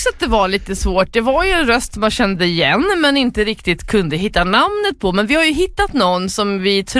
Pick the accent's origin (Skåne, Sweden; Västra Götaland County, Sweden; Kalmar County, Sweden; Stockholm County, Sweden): Stockholm County, Sweden; Stockholm; moved away; uppe i 08-land där jag kommer ifrån.